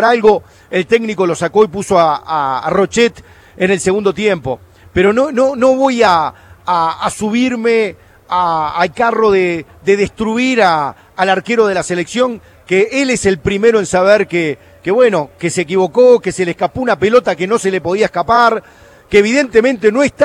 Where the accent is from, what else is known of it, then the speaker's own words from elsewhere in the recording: Uruguay; todos los uruguayos